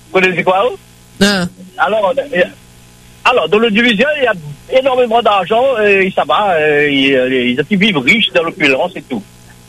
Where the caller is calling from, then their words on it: Saint-Denis, Réunion; Voilà, j'habite au Brûlé, rue Général de Gaulle.